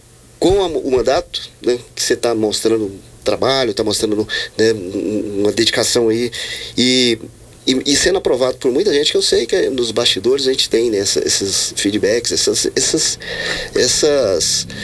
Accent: Alagoas, Brazil; lá em Alagoas, que eu sou alagoano

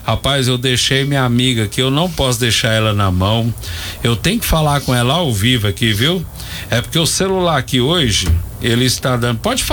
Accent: Brazil; eu sou brasileiro, eu gosto do Brasil.

